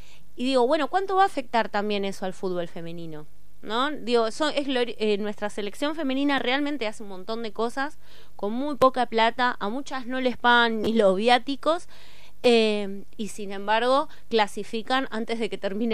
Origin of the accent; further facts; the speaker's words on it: Argentina; nuestro país